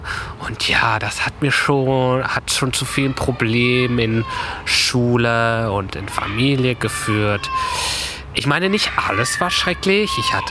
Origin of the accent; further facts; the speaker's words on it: Aurich, Lower Saxony, Germany; also born or lived in Oldenburg; now in Berlin, Germany; Ich bin in Aurich aufgewachsen für so 11 bis 12 Jahre. Also ich bin, also das ist so an der Nordsee, Niedersachsen, also aus Friesland. Ich bin eigentlich ursprünglich in Oldenburg geboren, aber wir sind nach Aurich gezogen